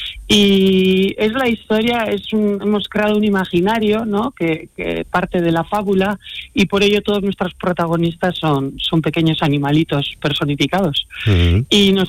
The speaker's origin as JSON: {"language": "Spanish", "region": "Basque Country", "country": "Spain", "said": "venimos del País Vasco"}